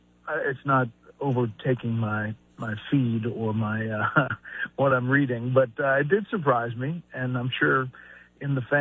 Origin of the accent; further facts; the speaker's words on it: Atlanta, Georgia, United States; I grew up in Atlanta, so I was an Atlanta